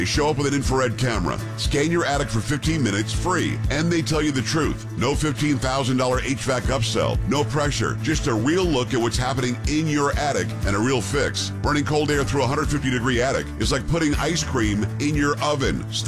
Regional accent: Florida, United States; also born or lived in Texas; And again, I lived in Texas a long time and I grew up in Florida, so y'all, it makes sense to me.

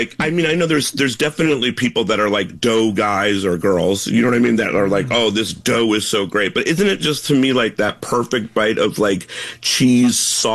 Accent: New Jersey, United States

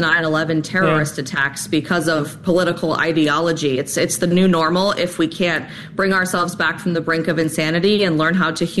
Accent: Colorado, United States; my home state of Colorado

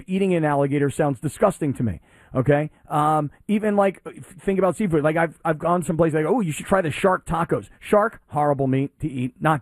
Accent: Florida, United States; So I grew up in Florida, and we had these canals behind our house

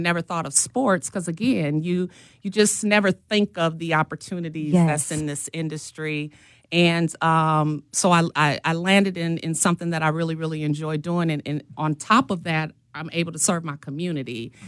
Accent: Milwaukee, Wisconsin, United States; born or raised there

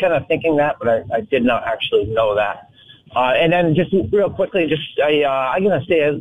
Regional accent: Vermont, United States; moved away as an adult; now in Maine, United States; I'm originally from Vermont. I bought a house that I think I was 26 years old. I got married a little later than he did. And then we sold. So we moved up in 20 to Maine to be with family.

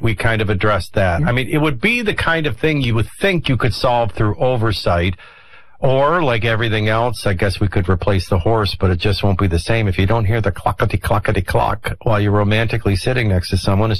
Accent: New Orleans, Louisiana, United States; also born or lived in Flint, United States / Chicago, United States; I was born in Flint and then raised in Chicago and finally in New Orleans.

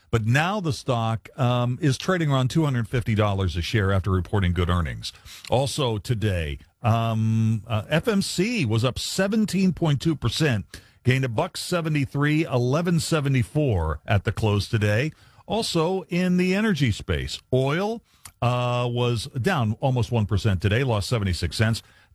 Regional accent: Bridgeport, West Virginia, United States; I mean, I grew up in Bridgeport, so, you know, we'd hop over to Clarksburg.

